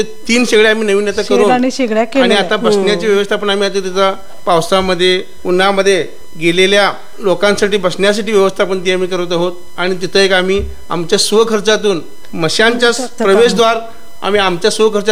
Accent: Uchagaon, Karnataka, India; आम्ही मूळचे उजगावचे। आम्ही एका शेतकरी कुटुंबामधून जन्म घेऊन आमचे वडील शेतकरी होते

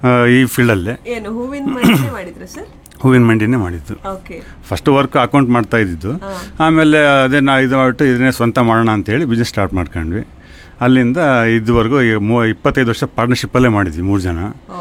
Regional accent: Madinahalli, Karnataka, India; also born or lived in Shivamogga; ನಾವು ಹುಟ್ಟಿ ಬೆಳೆದಿದ್ದು ನೇಟಿವ್ ನಮ್ದು ಹೊನ್ನಾಳಿ ಹತ್ರ ಮಾದಿನಹಳ್ಳಿ ಅಂತೇಳಿ. ತಂದೆ ಊರು, ತಾಯಿ ಊರು ಹತ್ತೂರು ಅಂತೇಳಿ. ನಾನು ಆಲ್ರೆಡಿ ಫುಲ್ ಎಲ್ಲ ಸ್ಟಡಿ ಮಾಡಿದ್ದು ಶಿವಮೊಗ್ಗದಲ್ಲೇ, ನ್ಯಾಷನಲ್ ಕಾಲೇಜಲ್ಲಿ ಓದಿರೋದು.

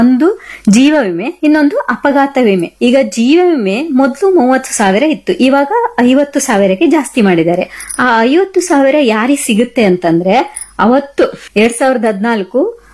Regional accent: Karnataka, India; ನಾವೆಲ್ಲ ಅಪ್ಪಟ ಕನ್ನಡಿಗರು ಅಲ್ವಾ ಅಪ್ಪಟ ಕನ್ನಡಿಗರು ನಾವು

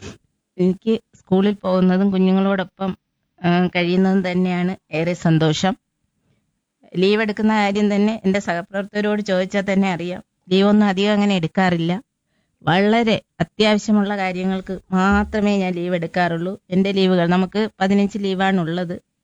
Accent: Poovachal, Kerala, India; എന്റെ വീട് പൂവച്ചലാണ്, പൂവച്ചൽ.

